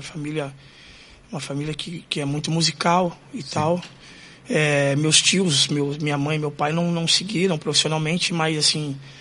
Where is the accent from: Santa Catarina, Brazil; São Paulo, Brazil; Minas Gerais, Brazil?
Santa Catarina, Brazil; Joinville; born there; Sou nascido em Joinville, Santa Catarina.